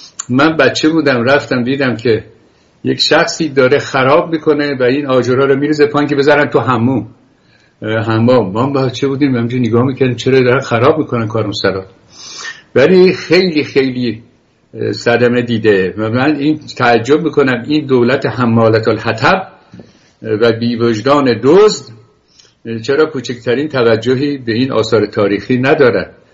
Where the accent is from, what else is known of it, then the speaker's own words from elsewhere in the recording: Iran; also born or lived in France / England; now in United States; ما رفتیم به انگلیس و بعد رفتیم به اول فرانسه و بعد انگلستان و از انگلستان آمدیم آمریکا و فرهنگ برای ما بیگانه بود. فرهم برای بیگانه بود. با همون لباس و کتشلواری که ایران میپوشیدیم اینجا هم همونجور.